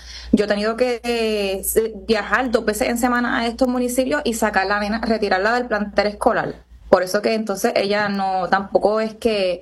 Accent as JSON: {"language": "Spanish", "town": "Barranquitas", "country": "Puerto Rico", "said": "Nosotros somos de Barranquitas"}